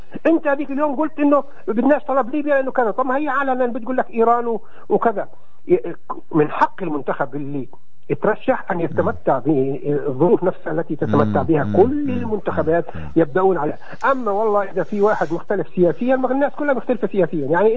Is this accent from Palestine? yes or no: yes; Palestine; إحنا كفلسطينيين جالسين في بيوتنا الآن